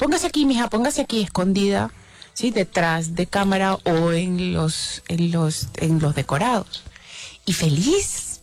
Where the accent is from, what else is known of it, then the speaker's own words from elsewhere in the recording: Valencia, Carabobo, Venezuela; yo soy de Valencia, mi hermana llegaba a Valencia